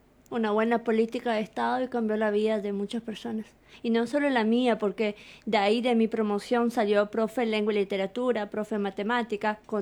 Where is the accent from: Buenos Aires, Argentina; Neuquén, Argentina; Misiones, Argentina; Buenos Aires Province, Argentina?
Misiones, Argentina; moved away as an adult; yo de Balseiro me tuve que volver a Misiones